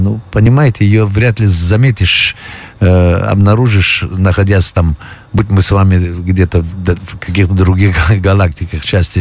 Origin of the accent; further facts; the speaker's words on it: Afghanistan; now in Russia; Я с благодарностью принимаю то, что я родился в Афганистане и принял, ну, хотя бы частью благородства и характера и мужества своего народа.